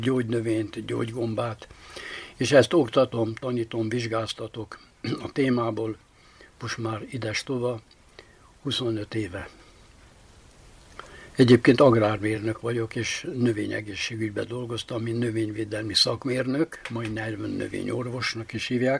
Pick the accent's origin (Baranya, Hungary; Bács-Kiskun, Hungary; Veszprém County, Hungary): Baranya, Hungary; moved away; gyerekkoromban, mint a Mecsekben nőttem fel, Baranya megyébe, a hegyek között, közel az erdőhöz